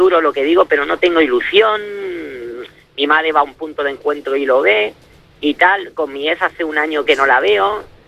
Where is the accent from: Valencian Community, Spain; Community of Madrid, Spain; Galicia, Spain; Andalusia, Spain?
Valencian Community, Spain; Alicante; yo nací en Alicante, yo vivo en Alicante.